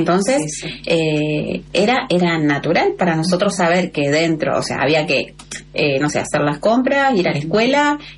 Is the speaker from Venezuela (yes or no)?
no; Santa Fe, Argentina; somos del norte de Santa Fe, que tenemos el Jaucanigá como una fortuna maravillosa